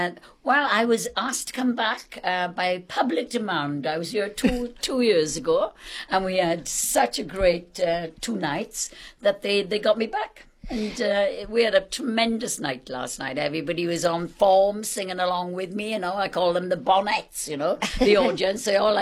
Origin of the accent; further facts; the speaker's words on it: Wales, United Kingdom; accent: Welsh; I used to be so embarrassed about talking in between songs with my Welsh accent that I thought, oh, I'm going to try and do something about it, you know.